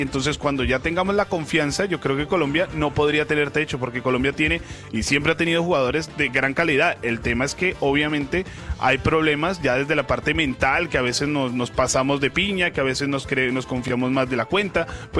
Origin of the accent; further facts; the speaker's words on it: Brazil; Yo como soy brasileño, pues yo voy con mi equipo